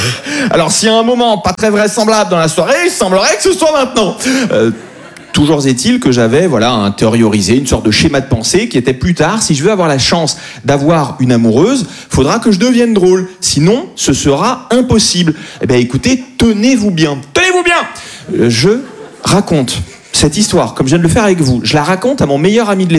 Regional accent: Bastia, Corsica, France; moved away as an adult; je connais très bien la Corse. Je suis né à Bastia. J'ai grandi pendant 17 ans là-bas

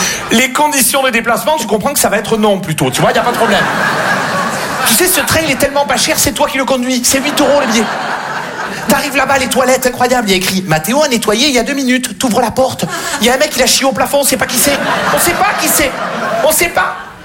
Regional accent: Marseille, Provence-Alpes-Côte d'Azur, France; j'ai grandi à Marseille.

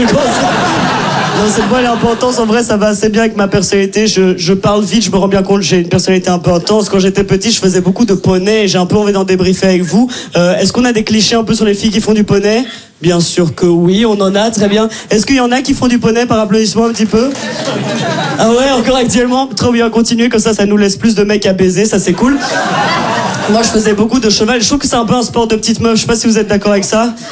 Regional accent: Brussels, Belgium; accent: Brussels

